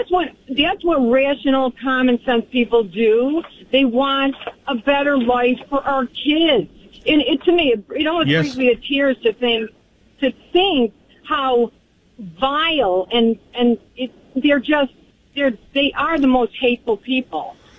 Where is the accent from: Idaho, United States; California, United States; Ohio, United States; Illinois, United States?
Illinois, United States; Chicago; I'm from Chicago.